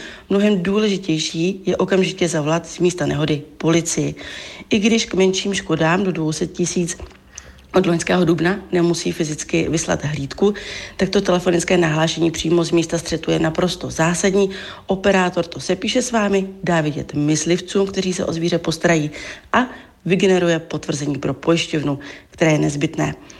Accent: Vysočina Region, Czechia; jsme z Vysočiny

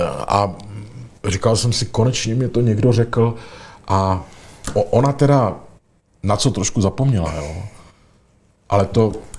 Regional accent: Brno, South Moravian Region, Czechia; born there; Já jsem se narodil asi tak 10 ulic zatím, ale já jsem se narodil v Brně.

